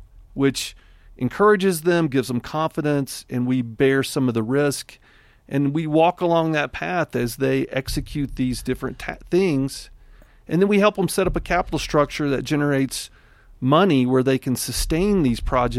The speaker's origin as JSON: {"language": "English", "region": "Alabama", "country": "United States", "said": "I am the pastor from Alabama, and my head goes to that."}